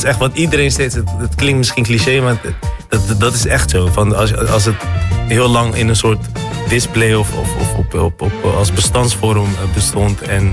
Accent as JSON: {"language": "Dutch", "country": "Eritrea"}